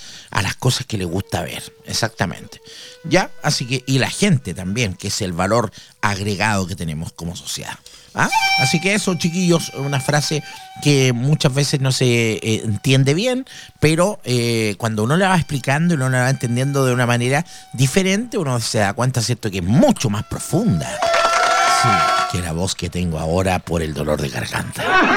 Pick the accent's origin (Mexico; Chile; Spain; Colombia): Chile; grande en nuestro país